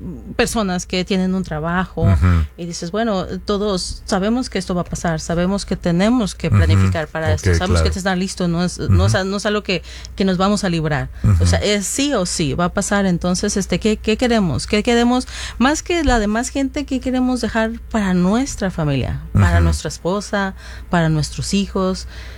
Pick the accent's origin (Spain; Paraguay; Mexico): Mexico; Mi mamá, yo soy de México, mi mamá es de Michoacán, falleció